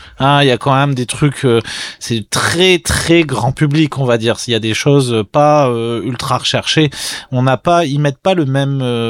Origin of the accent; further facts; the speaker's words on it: France; Et puis aussi, nous, en tant que Français